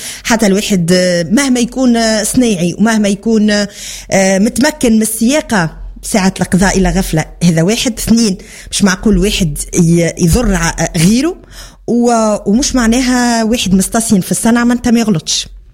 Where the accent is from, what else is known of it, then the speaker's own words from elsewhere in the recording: Sfax, Sfax Governorate, Tunisia; هاي حذينا في صفاقس، مرحبا بكم، كلامنا لهجتنا السمحة المزيانة كما لهجات تونس الكل.